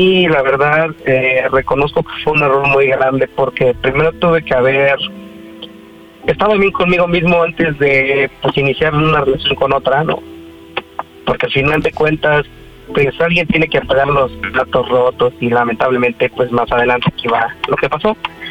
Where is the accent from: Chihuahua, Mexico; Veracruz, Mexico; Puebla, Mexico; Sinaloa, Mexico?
Puebla, Mexico